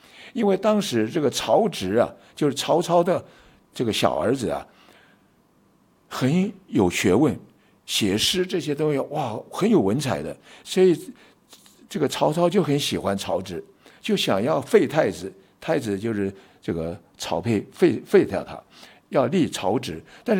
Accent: Taiwan; 这样对我们台湾人民、对两岸人民都是有利的。

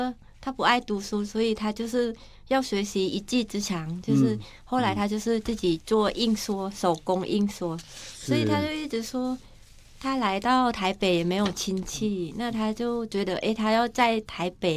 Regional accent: Thailand; now in Taipei, Taiwan; 在泰国那时候也是因为我家没有那么多钱，所以我从小就比较辛苦

